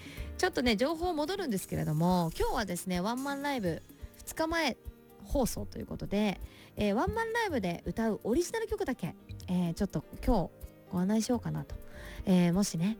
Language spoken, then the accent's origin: Japanese; Miyazaki, Japan; moved away; 宮崎なんで、ね、私の地元でございます、